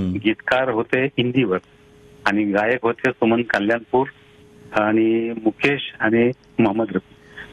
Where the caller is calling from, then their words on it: Sangli, Maharashtra, India; नव्या सांगली मधून